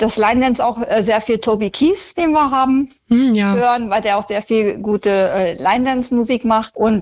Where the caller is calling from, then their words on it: Altenau, Lower Saxony, Germany; ich komme aus Altenau im Oberharz